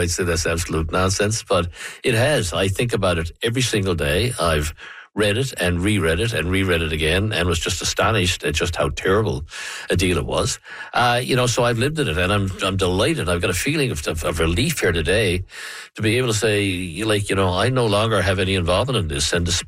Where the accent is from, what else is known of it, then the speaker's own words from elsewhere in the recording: Newfoundland and Labrador, Canada; this was really important to me as a Newfoundlander and a Labradorian.